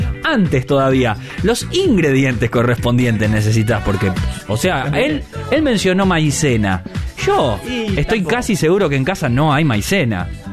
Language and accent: Spanish; Argentina